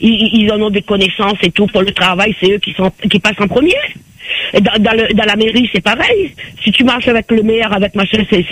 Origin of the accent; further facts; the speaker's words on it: Réunion; moved away; Moi, quand j'ai quitté la Réunion depuis là 19 ans, les choses n'ont jamais changé.